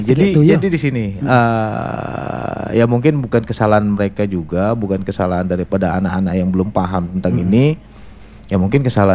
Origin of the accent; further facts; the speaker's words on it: Balikpapan, East Kalimantan, Indonesia; yang saya tahu memang saya lahir dan besar itu di Balikpapan.